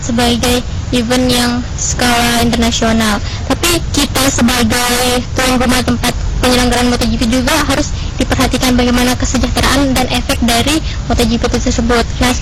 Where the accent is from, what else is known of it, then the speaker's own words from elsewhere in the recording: West Nusa Tenggara, Indonesia; dari KSB, Kota Nusa Barat.